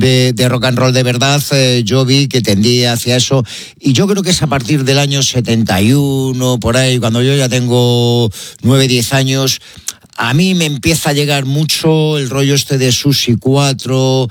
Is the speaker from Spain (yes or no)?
yes; Madrid, Community of Madrid, Spain; yo soy de Villaverde también